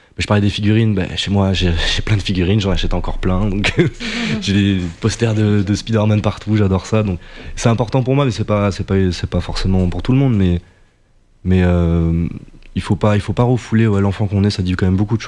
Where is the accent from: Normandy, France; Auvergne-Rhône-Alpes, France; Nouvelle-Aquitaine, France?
Nouvelle-Aquitaine, France; Limoges; c'est que je viens de Limoges, donc une toute petite ville, et il n'y a personne qui fait la musique là-bas